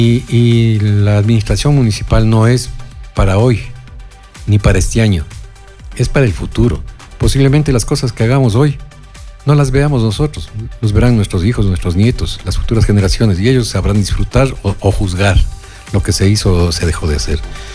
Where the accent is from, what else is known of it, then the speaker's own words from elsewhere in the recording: Ibarra, Imbabura, Ecuador; also born or lived in Quito; Yo soy ibarreño de Ibarra, como se decir, en broma y en serio.